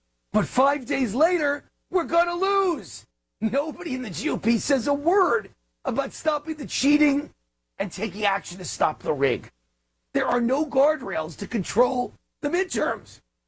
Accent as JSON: {"language": "English", "region": "Nevada", "country": "United States", "tie": "born or raised there", "said": "Exhibit A is my home state of Nevada."}